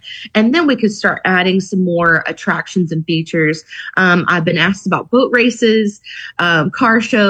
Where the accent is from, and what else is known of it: Palatka, Florida, United States; born or raised there